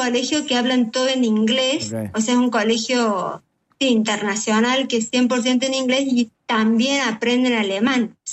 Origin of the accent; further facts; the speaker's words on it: Córdoba, Argentina; moved away as an adult; also born or lived in Villa Allende; now in Switzerland; Somos los cuatro cordobeses, mi marido y mis dos hijos, que nos vinimos, bueno, por trabajo y acá estamos, pero bueno, el corazón sigue obviamente allá y vamos siempre y bueno, culturalmente somos argentinos acá, sí, también.